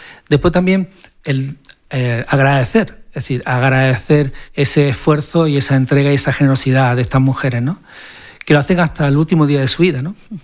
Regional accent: Málaga, Andalusia, Spain; Para mí es mi tierra y mi origen, ¿no? Pero sobre todo me ha dejado muy buen gusto, ¿no? Porque realmente uno ve, ¿no? Lo que es la generosidad y sobre todo el cariño de la gente de Málaga.

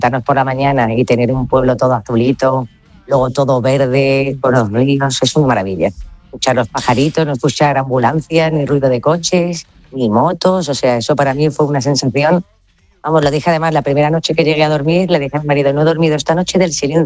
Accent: Marbella, Andalusia, Spain; yo que vengo de Marbella, que hay un kiosco en cada esquina

